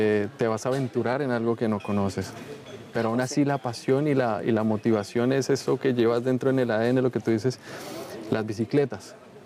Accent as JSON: {"language": "Spanish", "country": "Colombia", "moved": "yes", "lives_now": "Germany", "said": "Nosotros como colombianos siempre tenemos en miras Europa y sobre todo Alemania."}